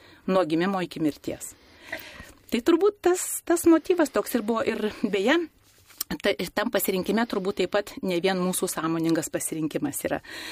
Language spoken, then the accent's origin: Lithuanian; Prienai, Kaunas County, Lithuania; moved away as an adult; Gimiau Prienuose, augau Prienuose ir baigiau vidurinę mokyklą ir iš Prienų išvažiavau į Kauną tik studijuoti medicinos.